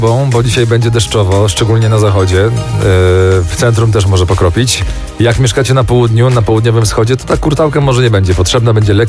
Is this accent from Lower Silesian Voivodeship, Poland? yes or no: yes; Głogów, Lower Silesian Voivodeship, Poland; Ja z Głogowa